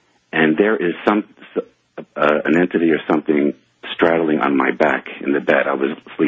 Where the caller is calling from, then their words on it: New York City, New York, United States; And I'm calling from New York, New York.